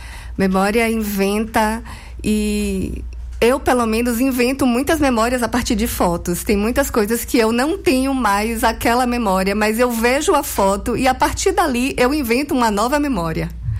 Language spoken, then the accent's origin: Portuguese; Itabuna, Bahia, Brazil; now in Salvador, Brazil; E aí eu já era adolescente e morava aqui em Salvador já, porque eu morava no interior, sou de Itabuna.